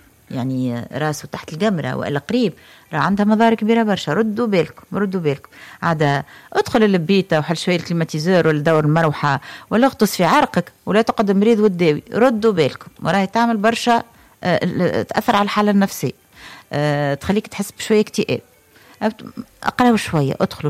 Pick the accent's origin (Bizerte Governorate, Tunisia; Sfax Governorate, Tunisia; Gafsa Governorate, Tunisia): Sfax Governorate, Tunisia; Sfax; born there; لا ولا بالحق أنا مولودة في صفاقس ونعرف صفاقسية نعرف عندي برشا صحابي من صفاقس